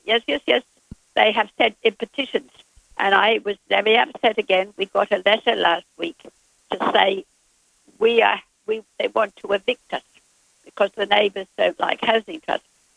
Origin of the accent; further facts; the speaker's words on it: Mells, South West England, United Kingdom; born there; moved away; I come from a very, very special place called Mel. I was born in Mells in Somerset.